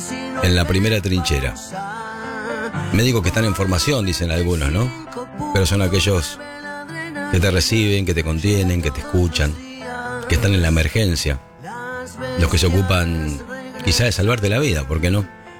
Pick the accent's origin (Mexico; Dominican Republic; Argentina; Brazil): Argentina; En mi país, en la República Argentina